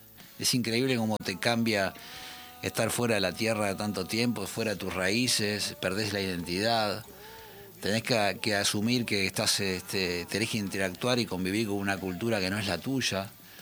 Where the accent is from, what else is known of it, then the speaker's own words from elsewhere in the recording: Uruguay; now in Spain; Sí, así es. Me fui hace 26 años de Uruguay. Y aquí regresando, entiendo muchos motivos por los cuales me fui y otros por los que nunca debía haberme ido.